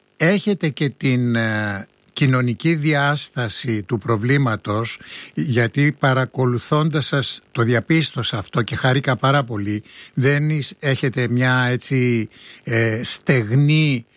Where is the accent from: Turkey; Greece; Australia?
Turkey; Istanbul; γιατί είμαι από την Κωνσταντινούπολη και έχουμε και το Βόσφορο και τη Μαύρη Θάλασσα και τη θάλασσα του Μαρμαρά.